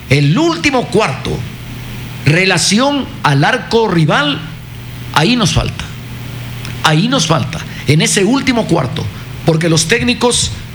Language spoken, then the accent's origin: Spanish; Ecuador; como ecuatoriano se nos va uno